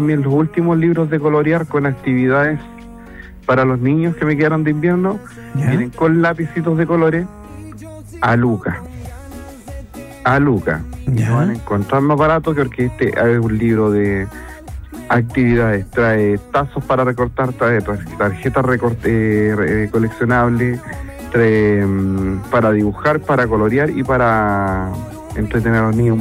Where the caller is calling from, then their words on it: Chile; Yo soy de las Lomas de Oriente 3.